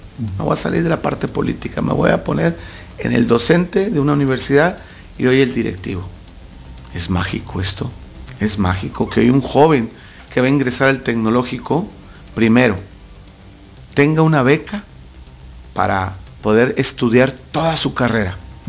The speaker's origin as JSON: {"language": "Spanish", "town": "Ciudad Madero", "region": "Tamaulipas", "country": "Mexico", "also_born_or_lived": "Guerrero / Lázaro Cárdenas, Michoacán / Tapachula, Chiapas / Toluca", "moved": "as an adult", "lives_now": "Colima, Mexico", "said": "regresé a mi casa, soy de Ciudad Madero, Tamaulipas, del TEC de Madero."}